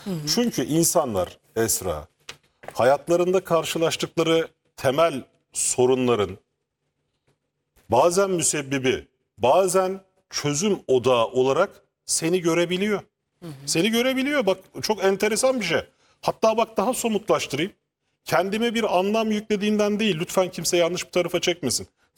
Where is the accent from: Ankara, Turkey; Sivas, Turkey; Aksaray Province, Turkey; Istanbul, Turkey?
Ankara, Turkey; Ben bir gecekondu çocuğuyum. Ankara'da bir gecekonduda doğdum. Gecekonduda büyüdük.